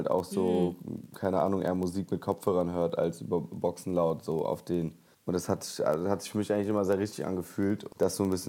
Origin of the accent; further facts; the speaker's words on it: North Rhine-Westphalia, Germany; Ich bin aus dem Ruhrgebiet in NRW.